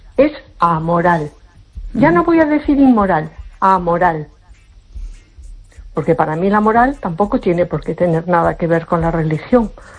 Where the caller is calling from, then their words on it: A Coruña, Galicia, Spain; de Coruña.